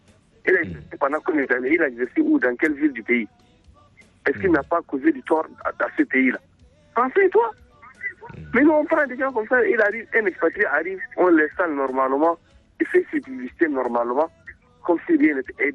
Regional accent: Tangier, Tanger-Tetouan-Al Hoceima, Morocco; Téna est de ma région, il est de la Tangier, moi je suis de la Tangier, 1-1, ça fait imaginer.

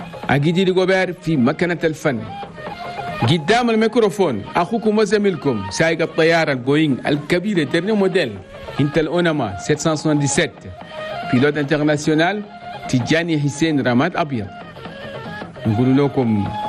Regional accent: Chad; والله يحفظ بلدنا تشاد من كل سوء ومن كل مكروه

